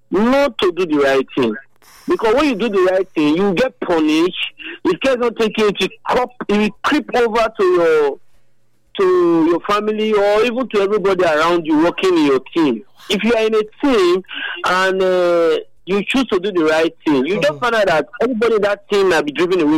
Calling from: Nigeria; I'm a Nigerian.

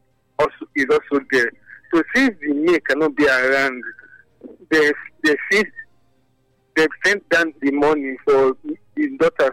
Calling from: Nigeria; I'm calling from GRA.

